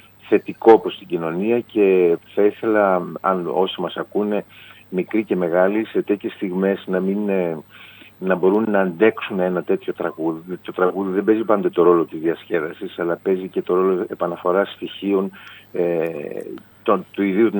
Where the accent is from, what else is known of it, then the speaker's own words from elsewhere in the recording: Serres, Central Macedonia, Greece; moved away; Χαίρομαι που είμαι εδώ στην πατρίδα μου